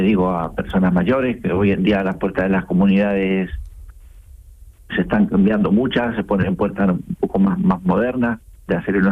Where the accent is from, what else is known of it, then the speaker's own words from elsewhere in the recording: Argentina; now in Spain; Bueno, no, yo vivo aquí en España hace unos 26, casi 27 años.